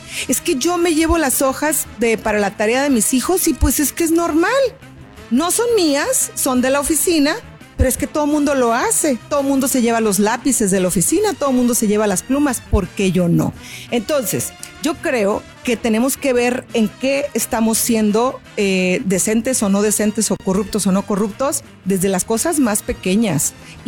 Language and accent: Spanish; Mexico; porque bueno, finalmente somos mexicanas y tenemos que hablar de esto